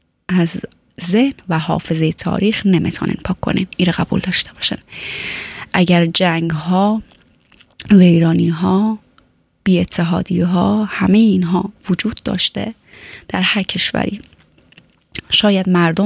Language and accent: Persian; Afghanistan; moved away; ما و شما هم از افغانستان آمدیم